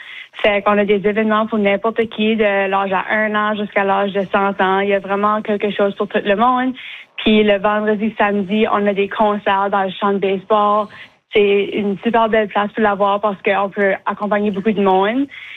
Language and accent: French; Bathurst, New Brunswick, Canada; je suis née à Bathurst, j'ai grandi ici, fait toute ma vie